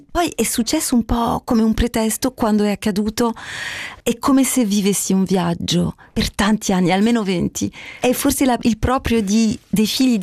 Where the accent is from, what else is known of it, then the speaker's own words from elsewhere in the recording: Montreal, Quebec, Canada; first language French; Italian is a second language; Sì, la mia formazione è proprio a Montreal, la mia città, sono francofona del Canada